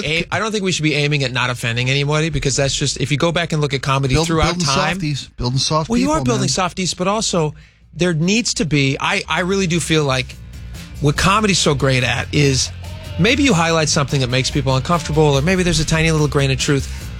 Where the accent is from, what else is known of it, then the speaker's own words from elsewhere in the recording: Ireland; But we love the Irish. I'm Irish, so I can laugh at it.